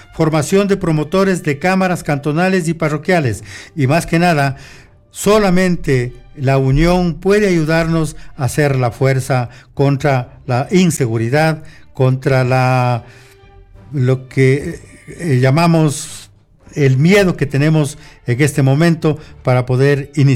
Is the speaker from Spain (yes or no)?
no; Ecuador; somos todos ecuatorianos